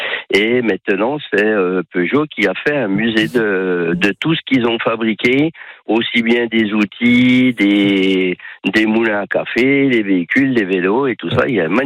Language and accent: French; Étupes, Bourgogne-Franche-Comté, France; moved away as an adult; also born or lived in Dampierre-les-Bois / Brittany (near Ploërmel); now in near Bourges, France; J'habitais à Étupes, moi, dans le Doubs. Je suis né à Étupes et après, ben, j'ai habité à Dampierre-les-Bois, juste à côté. Et puis après, je suis parti, c'était question de travail en Bretagne, à côté de Ploermel. Et maintenant, je suis à côté de Bourges, dans le Cher.